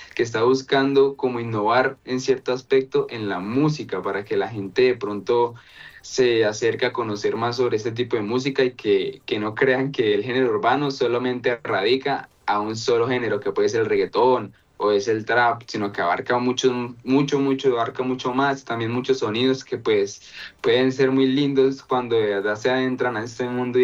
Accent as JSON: {"language": "Spanish", "region": "Arauca", "country": "Colombia", "tie": "born or raised there", "lives_now": "Medellín, Colombia", "said": "Somos nacidos y criados en Arauca, Arauca, Arauca, en el Hospital San Vicente. Muy orgullosos obviamente de llevar la bandera de Arauca detrás"}